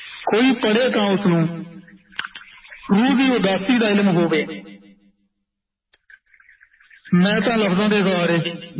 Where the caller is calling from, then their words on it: Jalandhar, Punjab, India; ਮੈਂ ਜਲੰਧਰ ਤੋਂ ਜੀ।